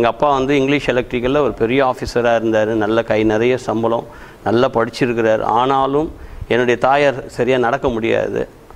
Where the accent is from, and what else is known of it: Chennai, Tamil Nadu, India; born or raised there